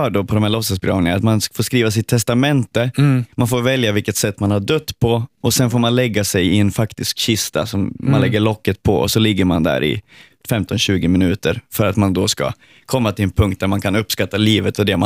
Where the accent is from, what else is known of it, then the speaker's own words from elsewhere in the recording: Sweden; precis som i mitt hemland Sverige, så finns det en förväntan på att man ska klara sig själv i stor utsträckning.